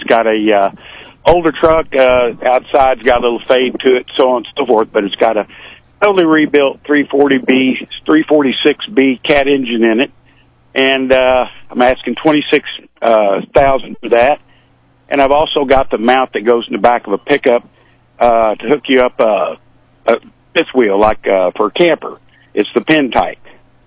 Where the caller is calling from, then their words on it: Boonville, Missouri, United States; Calling from the Boonville area.